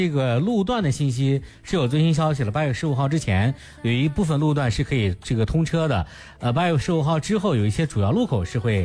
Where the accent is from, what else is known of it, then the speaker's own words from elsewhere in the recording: Shanxi, China; 我们山西人要午休啊。